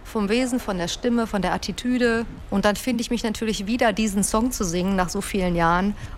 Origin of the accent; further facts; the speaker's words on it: Duisburg, North Rhine-Westphalia, Germany; Ich komme aus Duisburg, also aus der wirklich hier vom Niederrhein.